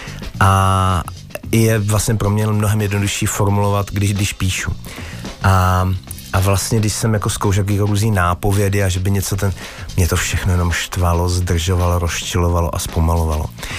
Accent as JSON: {"language": "Czech", "region": "Moravian-Silesian Region", "country": "Czechia", "said": "Já jsem z Bruntálska, takže u nás se samozřejmě mluvím sprostě."}